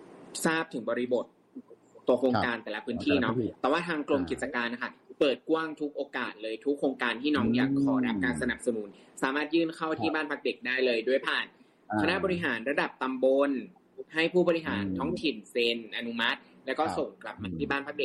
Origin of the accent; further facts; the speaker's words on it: Phayao, Thailand